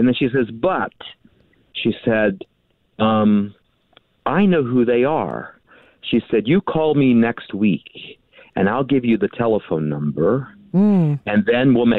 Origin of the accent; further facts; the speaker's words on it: West Virginia, United States; born there; I was born in West Virginia, and all of my grandparents came from Calabria.